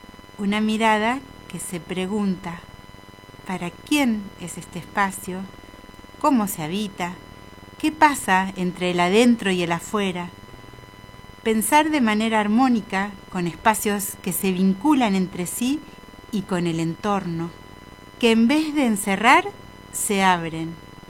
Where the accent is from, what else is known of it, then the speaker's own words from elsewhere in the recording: Patagonia, Argentina; soy cantora de la Patagonia.